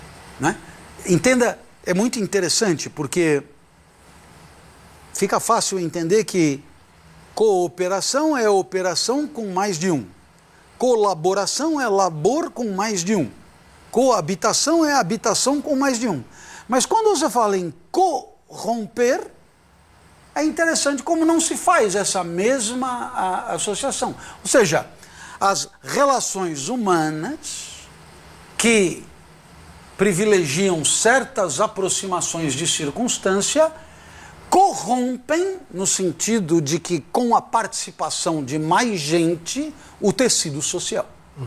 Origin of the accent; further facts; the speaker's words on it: France; Portuguese is a second language; A necessidade de estudar a história da França. Eu sou francês, afinal de contas, não é verdade?